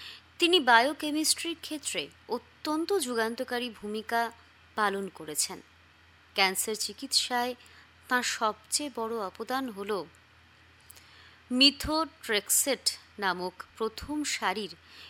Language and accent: Bangla; India; born there; এমন এক দেশে আমরা জন্মেছি যেখানে ভারত মাতার এই মহান পুত্ররা জন্মগ্রহণ করেছিলেন।